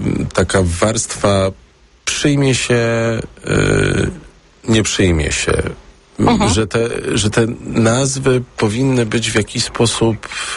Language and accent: Polish; Warsaw, Masovian Voivodeship, Poland; mieszkam w Warszawie od urodzenia